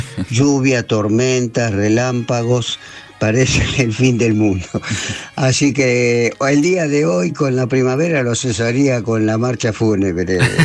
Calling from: Buenos Aires, Argentina; de Montecastro.

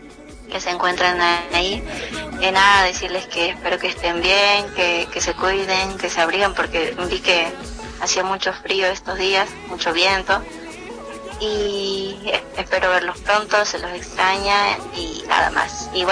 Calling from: Argentina; De acá, de la Santa Capital.

